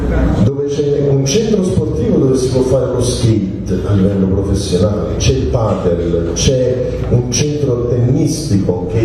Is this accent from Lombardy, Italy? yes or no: no; Belluno, Veneto, Italy; io sono di Belluno